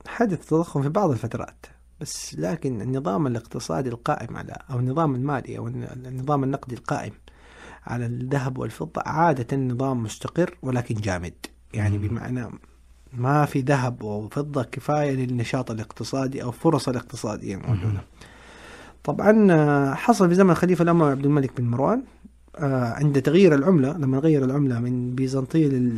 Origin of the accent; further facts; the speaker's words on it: Saudi Arabia; الحج عندنا في السعودية، لما يجوا الحجاج تضطر الحكومة تطبع نقود لمواجهة الطلب العالي على الريال